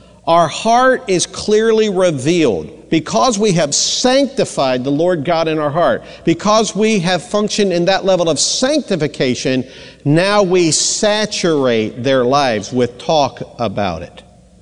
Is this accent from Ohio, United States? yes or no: yes; Mansfield, Ohio, United States; I grew up in Mansfield, Ohio, about 70 miles south of Cleveland, and I grew up being an Indians fan.